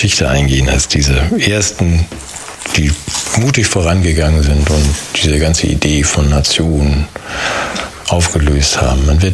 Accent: Germany; Wir wollen uns gerne auflösen als Deutsche.

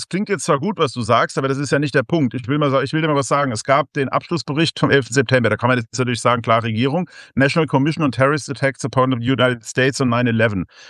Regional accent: Rhineland-Palatinate, Germany; der aus Rheinland-Pfalz, meinem Heimatland hier, tatsächlich in dem Flugzeug saß

